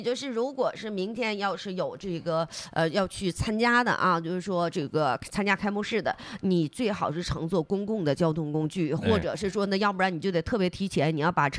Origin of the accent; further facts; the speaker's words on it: Northeast China, China; 咱们东北人